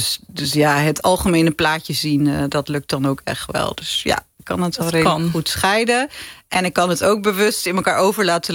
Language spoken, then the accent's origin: Dutch; Groningen, Netherlands; Ja, ik kom uit Groningen en dit nummer doet mij heel erg aan mijn vader denken, die er helaas niet meer is.